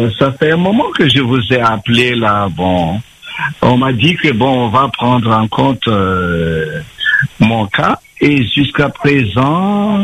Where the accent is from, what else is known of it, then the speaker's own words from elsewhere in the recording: France; Voilà, oui, je suis français.